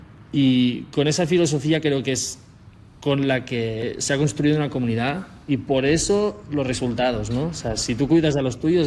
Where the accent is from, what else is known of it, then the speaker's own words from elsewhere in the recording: Spain; con qué criterio voy a recomendar yo, como un español que apenas ha probado comida, comida mexicana.